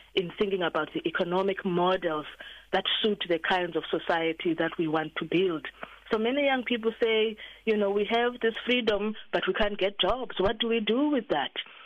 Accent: South Africa

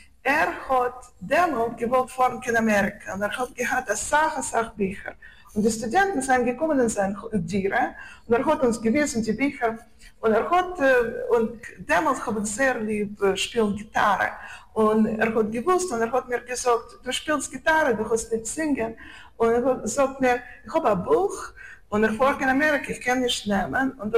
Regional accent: Moscow, Russia; born there; German is a second language; Shalom Aleichem, es ist größte Vergnügen zu sein und reden mit euch. Ich bin geboren in Moskau und in 1991 habe ich angehoben lernen in der russischen Universität

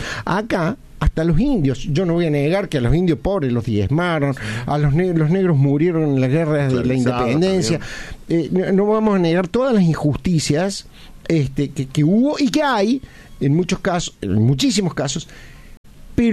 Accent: Argentina

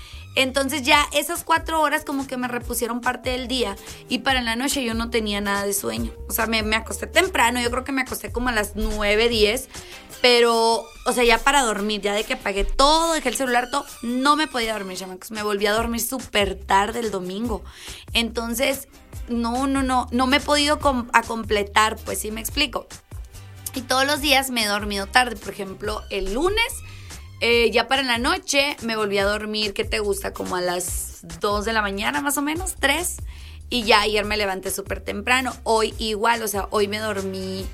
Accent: Mexico; Como buenísimos mexicanos que somos.

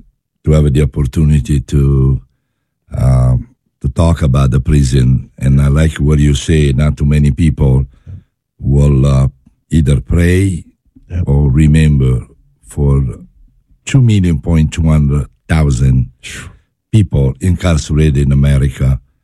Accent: Naples, Campania, Italy; English is a second language; now in United States; Yeah, born in Naples and raised in Napoli.

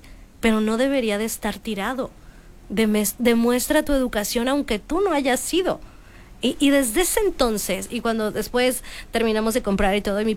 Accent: Mexico; los mexicanos somos muy cálidos, muy empáticos, muy todo

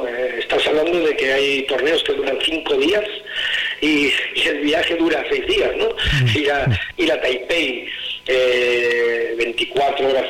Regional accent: Spain; Y como español, como yo, es mi doble.

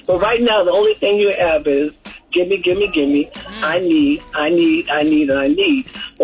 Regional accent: Charlotte, North Carolina, United States; I'm from North Carolina, Charlotte.

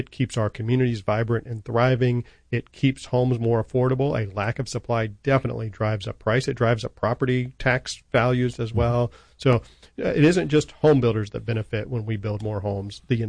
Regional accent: Xenia, Ohio, United States; now in Columbus, United States; I grew up in Southwest Ohio in Xenia, Ohio. I went to college there, but came to Columbus right out of college.

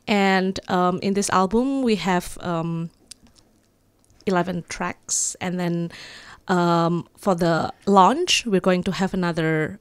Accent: Java, Indonesia; Kapindo is Javanese language. I'm from Java, by the way.

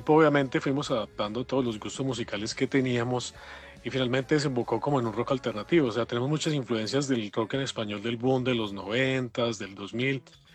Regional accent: Armenia, Quindío, Colombia; nosotros que somos de Armenia, el eje cafetero

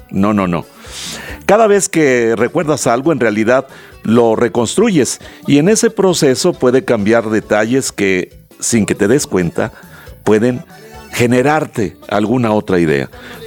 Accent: Mexico

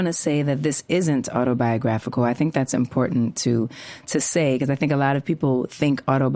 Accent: New York, United States; based on the experiences that I had growing up in New York.

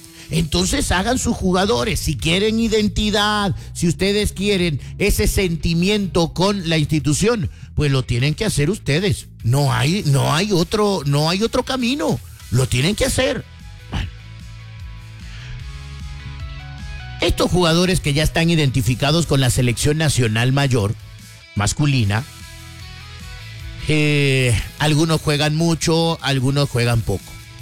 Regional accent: Guatemala; como somos los guatemaltecos.

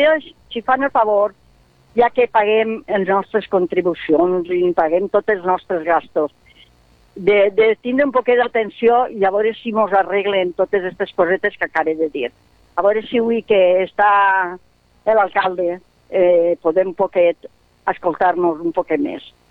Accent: Alcoy, Valencian Community, Spain; soc una alcoiana que estic reclamant des de l'any passat

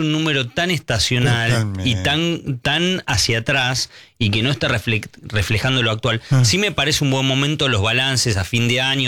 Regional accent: Chile; now in Argentina; Y vos pensás, Nelson, yo vengo de Chile. Vos comprás un producto en China, y te llega en 48 horas. Acá en Argentina son 10, 15 días.

